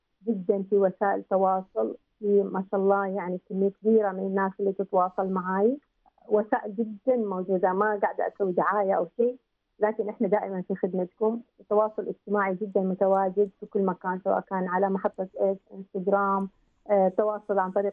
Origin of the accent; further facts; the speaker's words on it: Oman; احنا كمجتمع عماني ما زلنا يعني مجتمع ناضج صغير يعتبر